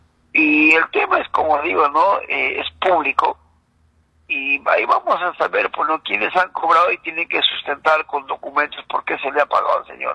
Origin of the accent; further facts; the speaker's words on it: Puerto Yurinaki, Junín, Peru; mi pueblo está abandonado